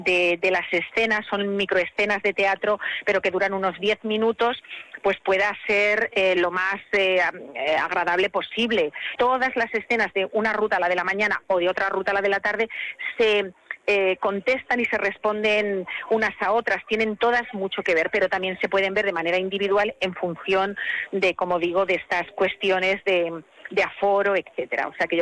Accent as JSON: {"language": "Spanish", "region": "Castilla-La Mancha", "country": "Spain", "said": "porque nos hayan recibido en la que es nuestra casa, porque somos castellano-manchegos"}